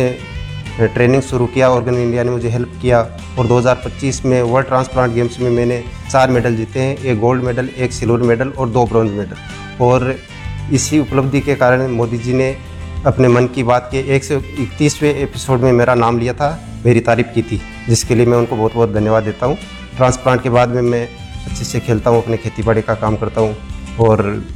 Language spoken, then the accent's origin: Hindi; Sikar, Rajasthan, India; और मैं सीकर जिले, राजस्थान के सीकर जिले का रहने वाला हूँ